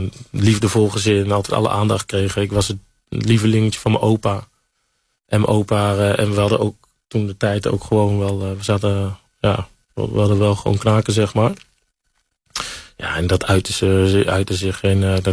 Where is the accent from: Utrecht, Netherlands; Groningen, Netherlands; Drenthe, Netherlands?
Utrecht, Netherlands; born or raised there